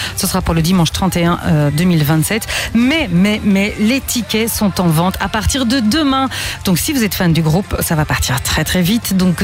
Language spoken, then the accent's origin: French; Belgium; Ne manquez donc pas leur passage chez nous en Belgique au Cirque Royal.